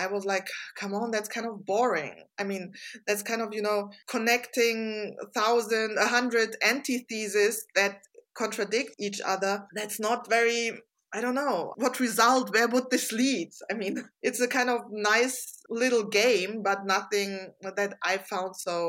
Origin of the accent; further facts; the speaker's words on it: Germany; my family is from Serbia. I grew up in West Germany.